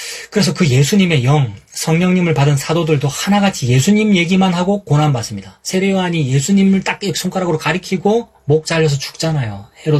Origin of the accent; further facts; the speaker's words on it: Gyeongsang, South Korea; 내 고향이 대구는 아니지만 경상도 사람이니까 알아듣는단 말입니다.